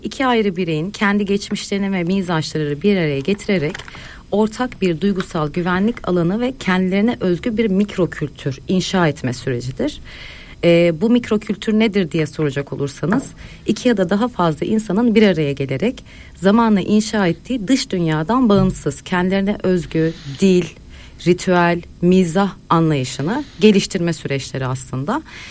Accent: Istanbul, Turkey; born there; now in Sakarya, Turkey; İstanbul Kadıköy doğumluyum.

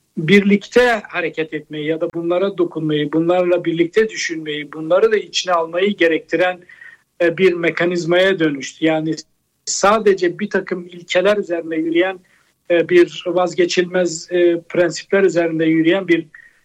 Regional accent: Şanlıurfa, Turkey; Ya ben Urfalıyım mesela. Urfa'da muhafazakar sağ seçmenin kimle ittifak ederse etsin Cumhuriyet Halk Partisi'ne oy vermesi çok kolay bir tercih olmaz.

